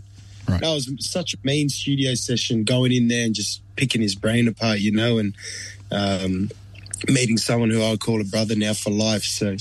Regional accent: Perth, Western Australia, Australia; We're born and bred in Perth, but our roots lie in Aotearoa, and the first time we've been able to do that is through music.

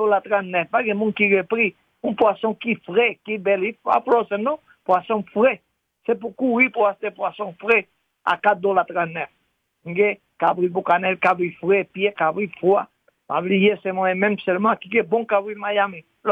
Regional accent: Haiti; On est haïtien, qu'on est. Haïtien, qu'on est longtemps. Même, j'ai pillé aujourd'hui pour la communauté haïtienne.

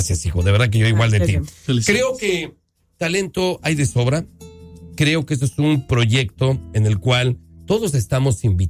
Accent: Durango, Mexico; no solamente como mexicanos, como duranguenses, sino en general como comunidad hispana.

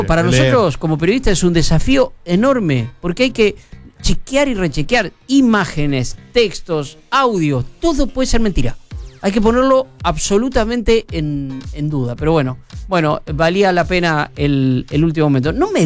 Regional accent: Argentina

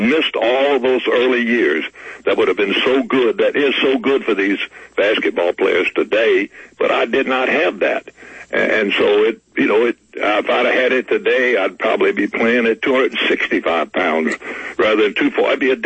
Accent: Baton Rouge, Louisiana, United States; And I love growing up in Baton Rouge. I couldn't have asked for anything more.

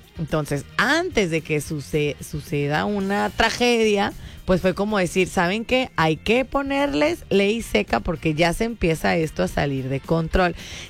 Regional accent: Mexico

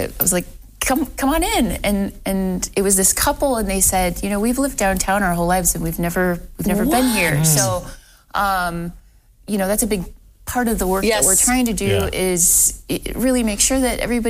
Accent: Ames, Iowa, United States; moved away as an adult; also born or lived in Oregon / Idaho; now in Toledo, United States; I grew up in Iowa.

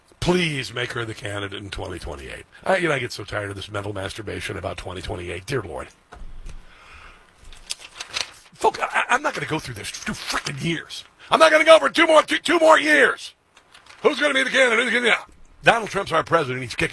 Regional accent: Iowa, United States; running for governor in the state of Iowa. My home state, by the way, my home state.

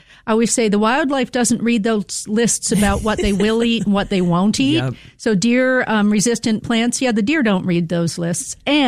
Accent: East Coast, United States; moved away; this is the type of heat I grew up with on the East Coast

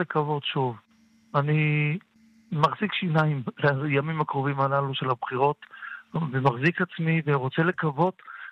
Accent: Tel Aviv, Tel Aviv District, Israel; אני יליד תל אביב

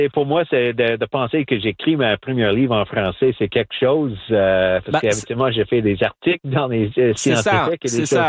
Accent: Saskatchewan, Canada; French is a second language; il faut pas oublier que je viens de Saskatchewan, d'une Première Nation, et très peu de Français là-bas dans les plaines, plus à Winnipeg, mais moins en Saskatchewan.

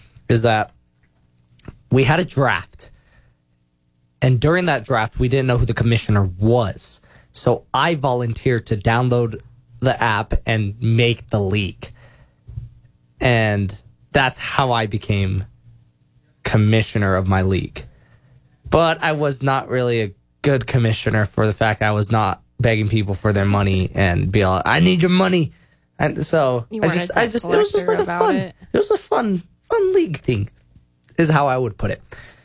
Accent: United States; as an American

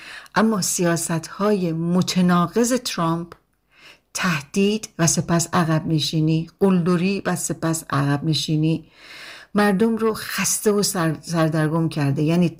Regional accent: Iran

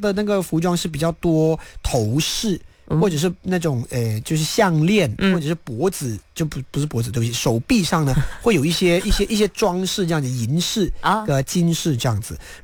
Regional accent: Malaysia; 不像我们马来西亚人会跑去认识朋友

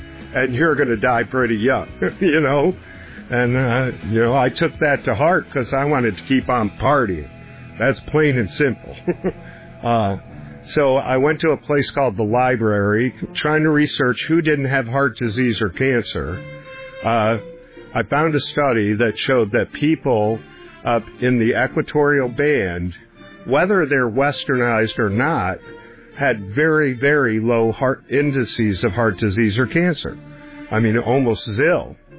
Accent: New York City, New York, United States; I grew up in New York, and we were fortunate enough to be one of the houses on the block that had a yard. And my mother made beautiful gardens. And that was rare for New York City.

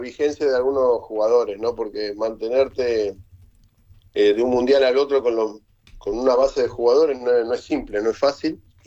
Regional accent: Argentina

